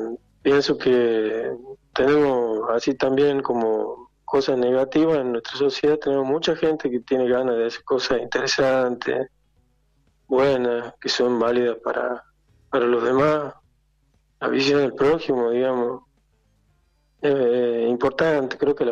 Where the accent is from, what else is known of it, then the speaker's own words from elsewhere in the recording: San Miguel de Tucumán, Tucumán, Argentina; born there; Yo soy nacido en San Miguel de Tucumán